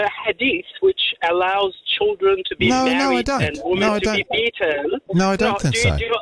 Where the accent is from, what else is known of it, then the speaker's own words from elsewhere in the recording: Iran; I'm from Persia.